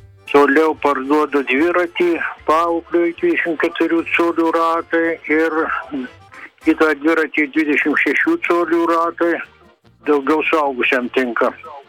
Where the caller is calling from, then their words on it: Kaunas, Kaunas County, Lithuania; aš iš Kauno.